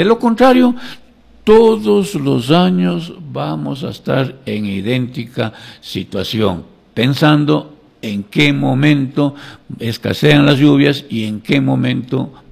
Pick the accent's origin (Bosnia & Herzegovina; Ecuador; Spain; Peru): Ecuador; como ecuatoriano de a pie.